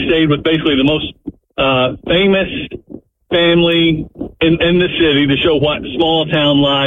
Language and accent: English; Paris, Texas, United States; I grew up in Paris, Texas, which is known for paste pecan sauce.